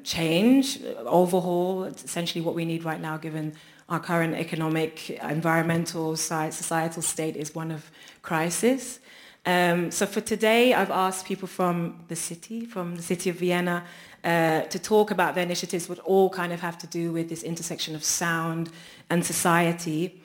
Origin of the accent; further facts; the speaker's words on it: London, United Kingdom; my cultural heritage, my background being Jamaican Londoner, oral culture tradition is very much part of my cultural heritage